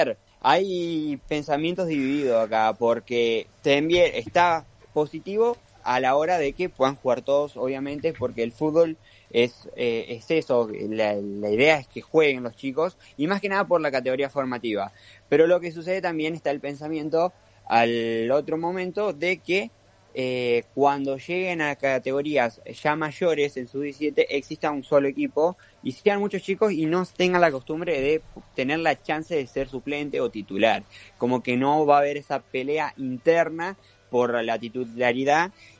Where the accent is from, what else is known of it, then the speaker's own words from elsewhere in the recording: Argentina; como es Argentina, todos nos gusta el fútbol